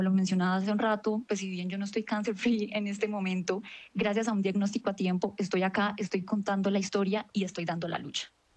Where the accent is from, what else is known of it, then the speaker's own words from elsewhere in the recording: Cúcuta, Norte de Santander, Colombia; now in Bogotá, Colombia; yo soy cucuteña, tengo 29 años, estudié acá en Bogotá, en la Universidad Javeriana, me especialicé en la Universidad de los Andes